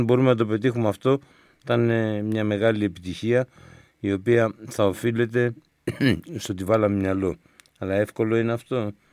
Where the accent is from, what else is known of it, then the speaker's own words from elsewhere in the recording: Greece; Είμαι Έλληνας, είναι βασικό συστατικό του χαρακτήρα μου να πάω να ρίξω μια βουτιά.